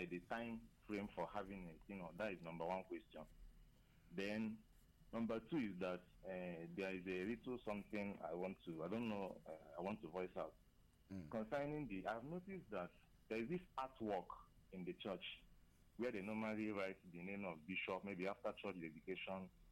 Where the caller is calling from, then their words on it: Enugu State, Nigeria; I'm calling from Enugu.